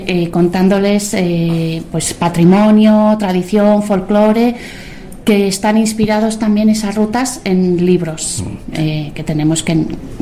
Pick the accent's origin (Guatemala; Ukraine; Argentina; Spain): Spain; San Sebastián, Basque Country; soy donostiarra y soy de costa total, salitre.